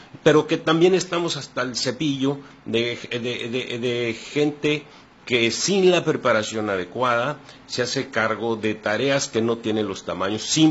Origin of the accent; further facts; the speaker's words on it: Tijuana, Baja California, Mexico; yo formé un primer comité de orientación para defender a los jóvenes de mi tierra de Tijuana cuando tenía 15 años de edad.